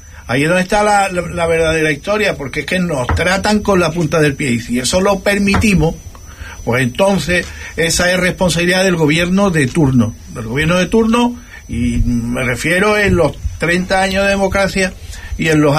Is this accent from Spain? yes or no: yes; Ceuta, Spain